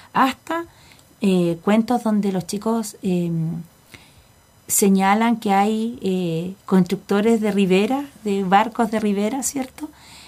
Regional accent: Los Lagos, Chile; nuestra propia identidad cultural como chilenos y también como chilotes.

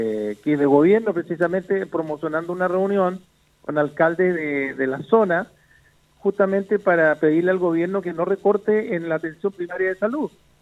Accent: Castro, Los Lagos, Chile; soy de Castro, vivo en Chiloé y estoy representando a mi vecino de Chiloé.

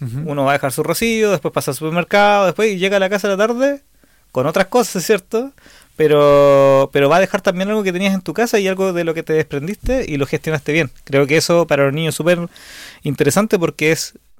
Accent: Chile; nosotros como chilenos

